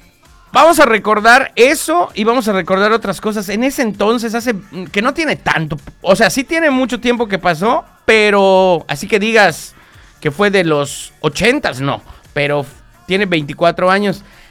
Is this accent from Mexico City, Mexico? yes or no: no; Yucatán, Mexico; los que somos yucatecos y hemos vivido acá